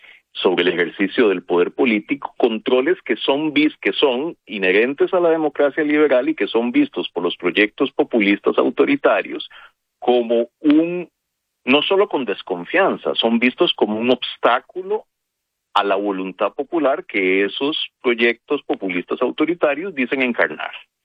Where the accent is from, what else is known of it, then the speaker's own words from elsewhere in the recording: Costa Rica; a mí me duele mucho como costarricense